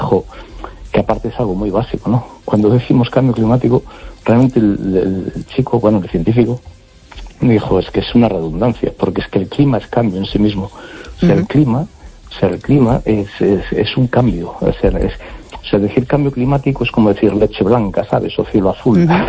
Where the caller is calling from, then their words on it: A Coruña, Galicia, Spain; de Coruña.